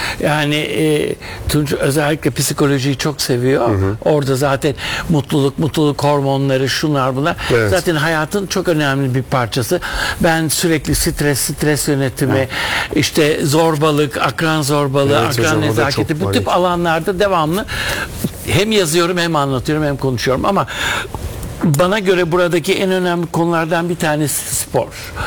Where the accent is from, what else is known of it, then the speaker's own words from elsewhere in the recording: Istanbul, Turkey; Tabii öyle Anadolu'da falan değil de İstanbul'da doğdum, büyüdüm. Levent ve Beylerbeyi arasında ve Mecidiyeköy.